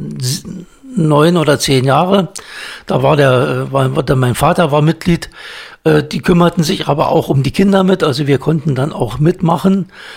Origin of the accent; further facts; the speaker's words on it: Dahme, Brandenburg, Germany; Ich war dann auch im Aquarienverein in Dahme in meiner Heimatstadt.